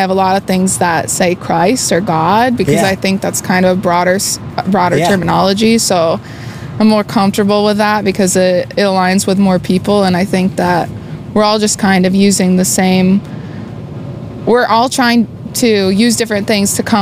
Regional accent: Worthington, Minnesota, United States; moved away as an adult; I came from a small town that it was like non-conventional.

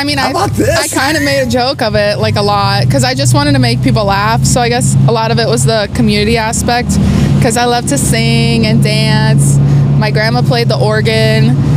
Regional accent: Midwest, United States; I'm still from the Midwest, so it's not that crazy, you know?

